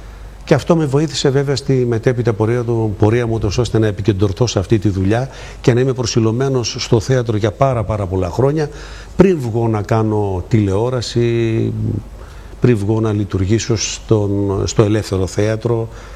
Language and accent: Greek; Drama, Eastern Macedonia and Thrace, Greece; Εγώ μεγάλωσα στη Δράμα, γαλουχήθηκα στη Δράμα από μια πολύ φτωχή οικογένεια.